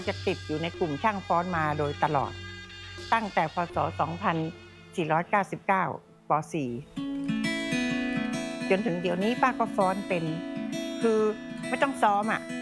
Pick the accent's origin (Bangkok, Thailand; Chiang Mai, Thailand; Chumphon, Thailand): Chiang Mai, Thailand; เราเกิดมาเป็นคนเชียงใหม่ทุกอย่างที่เป็นวัฒนธรรมของเชียงใหม่มันก็จะติดตัวมาตั้งแต่เกิด